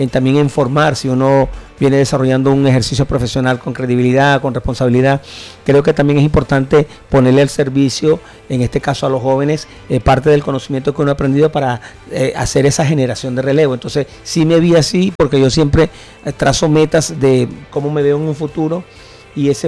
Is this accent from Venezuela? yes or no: yes; Venezuela; moved away as an adult; now in Barranquilla, Colombia; Yo soy inmigrante venezolano y aquí en Colombia ya tengo 10 años en Barranquilla.